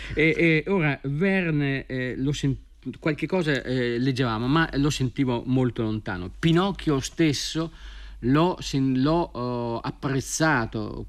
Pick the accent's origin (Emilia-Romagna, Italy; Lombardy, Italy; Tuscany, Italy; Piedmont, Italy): Emilia-Romagna, Italy; Parma; born there; nella stradina dove io sono nato, a Parma.